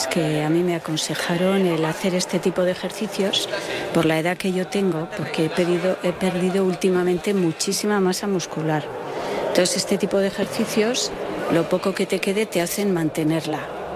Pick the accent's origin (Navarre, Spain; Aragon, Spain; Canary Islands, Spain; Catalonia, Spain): Navarre, Spain; Abaurrea Baja; en 10 minuticos o menos estoy en mi pueblo, en Abaurrea Baja, sí.